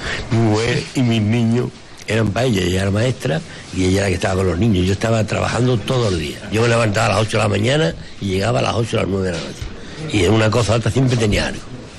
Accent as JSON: {"language": "Spanish", "town": "Lepe", "region": "Andalusia", "country": "Spain", "tie": "born or raised there", "said": "Pero te puedo hablar de mi pueblo. Yo en la Caja Rural Lepe, puede preguntar, no es que yo lo diga, yo fui un director muy abierto a toda la agricultura. Fue la transformación de Lepe a la fresa."}